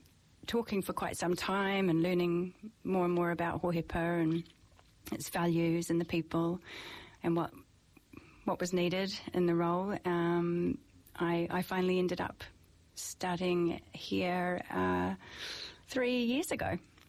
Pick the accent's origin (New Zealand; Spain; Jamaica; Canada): New Zealand; born there; moved away; also born or lived in Australia; I was born in New Zealand and later on spent some time travelling, ended up in Australia for around 10 years and with a bit of back and forth, and then ended up back here in New Zealand in 2008